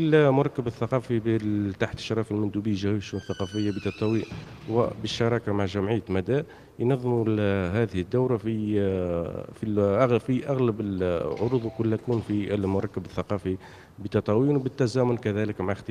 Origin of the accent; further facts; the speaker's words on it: Tataouine, Tataouine Governorate, Tunisia; بما ان تطاوين تسخر بالقصور الصحراويه، القصور نقولوا بلهجتنا